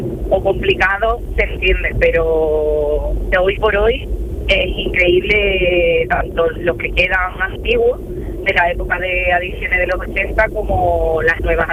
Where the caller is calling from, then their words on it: Cádiz, Andalusia, Spain; Soy de Cádiz, vivo en San Fernando y voy para la línea.